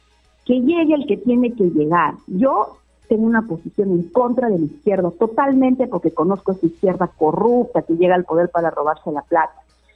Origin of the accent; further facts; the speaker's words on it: Ayacucho, Peru; Nosotros somos de la sierra, yo soy ayacuchana, soy huamanguina.